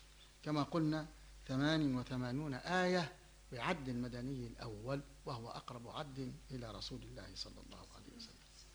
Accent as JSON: {"language": "Arabic", "town": "Tripoli", "region": "Tripoli District", "country": "Libya", "also_born_or_lived": "Msallata", "said": "انتقلنا إلى الساحل، ثم انتقلنا بعد ذلك لما تزايد الحرب والاستعمار على بلادنا وعلى وطننا وعلى بلدتنا طرابلس هذه المحروسة ازدجاد. والدي كان من الذين يخافون، فخرجنا من طرابلس الغرب إلى منطقة مسلاتة في بجانب ترهونة، ما بين ترهونة والقمص"}